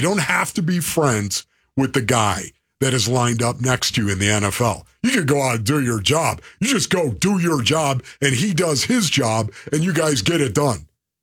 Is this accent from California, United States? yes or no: no; Arizona, United States; I'm from Arizona, of course.